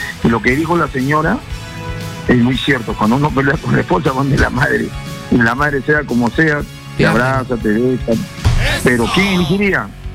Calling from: Lima, Peru; de Surco.

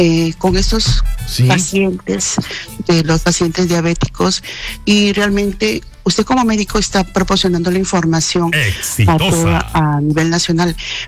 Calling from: Lima, Peru; Estoy llamando de Jesús María de Lima.

